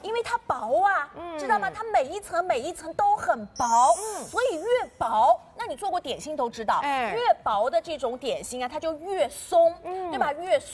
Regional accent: Shanghai, China; 也是就是符合我们上海人的一些口味的一些需求

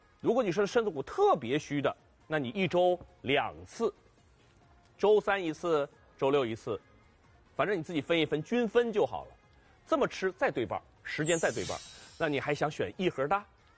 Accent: Heilongjiang, China; now in Shanghai, China; 我是黑龙江人，我知道那个兴安岭了

